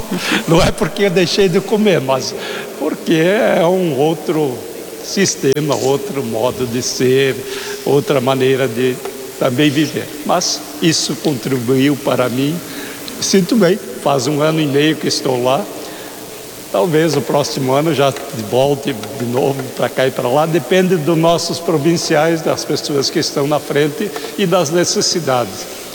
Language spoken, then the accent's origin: Portuguese; Brazil; moved away as an adult; also born or lived in Rio Grande do Sul / Paraná / Bahia; eu sou daqui de Paim mesmo, tenho 31 anos de padre, vividos parte no Rio Grande do Sul, partes no Paraná e ultimamente no sertão da Bahia, lá onde o sol nasce às 5 e se encerra às 5 da tarde.